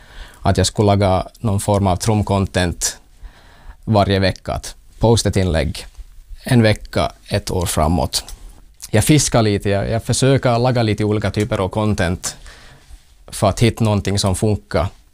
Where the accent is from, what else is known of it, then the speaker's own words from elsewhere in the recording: Ytteresse, Ostrobothnia, Finland; Så här började jag göra då hemma i Ytteresse vid familjehemmet i Pandrymi.